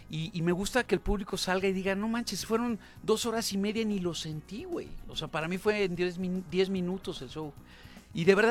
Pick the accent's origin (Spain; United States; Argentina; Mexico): Mexico